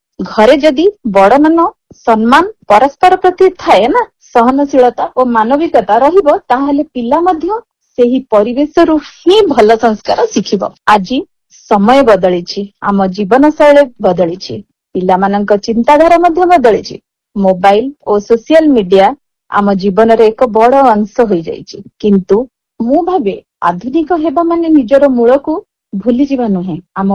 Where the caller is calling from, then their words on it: Cuttack, Odisha, India; ମୁଁ ଜଣେ ଆଇନଜୀବୀ, ମୁଁ କଟକରୁ କହୁଛି।